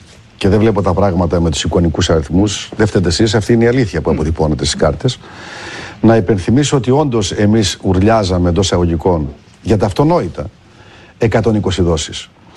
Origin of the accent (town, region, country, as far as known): Greece